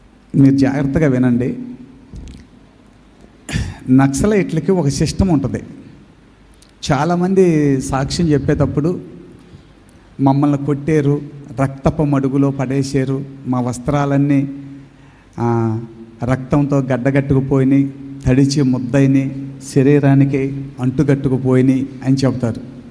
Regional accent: Santaravuru, Andhra Pradesh, India; మాది ప్రకాశం జిల్లా, మా చిన్న పల్లెటూరు సంతరావూరు అనే గ్రామం. ఆ గ్రామంలో నేను 10వ తరగతి దాకా చదువుకున్నాను.

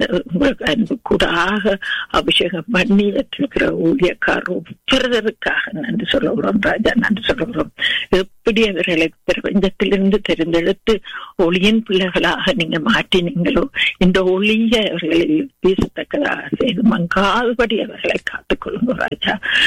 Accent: Sri Lanka; moved away; நாங்க பிறந்து வளர்ந்த தேசத்துக்காக, அந்த சிறிய இலங்கை தீவுக்காக

